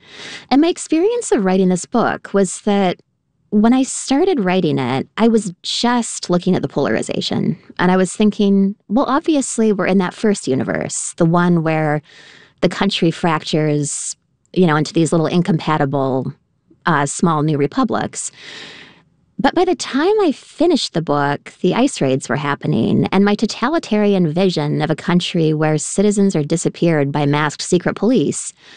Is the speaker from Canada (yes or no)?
yes; Canada; I'm from Canada and I'm training a temporary dance and I don't have a high school diploma.